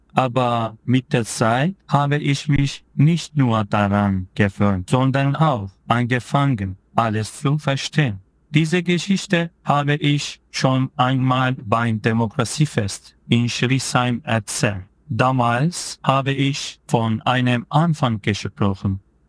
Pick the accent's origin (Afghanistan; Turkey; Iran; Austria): Turkey; German is a second language; moved away as an adult; now in Germany; ich komme aus der Türkei und lebe seit 3 Jahren in Deutschland.